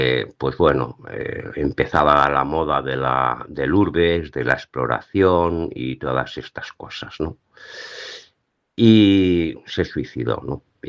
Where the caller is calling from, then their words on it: Caldes de Montbui, Catalonia, Spain; yo soy de Caldas de Montbui